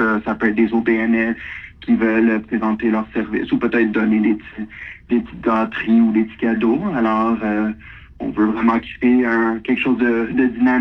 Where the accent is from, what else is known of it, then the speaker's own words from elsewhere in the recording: Quebec, Canada; now in Sept-Îles, Canada; ma région natale. J'ai grandi dans les cantons de l'Est